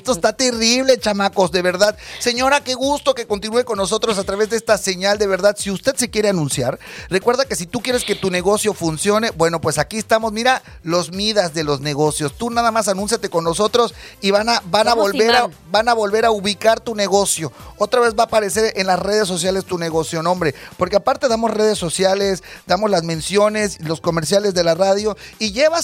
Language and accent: Spanish; Mexico